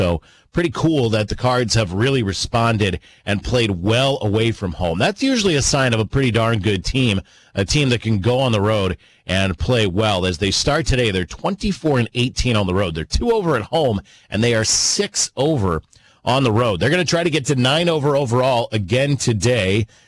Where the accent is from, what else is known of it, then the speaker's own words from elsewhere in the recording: St. Louis, Missouri, United States; from St. Louis, and this is the Cardinals Radio Network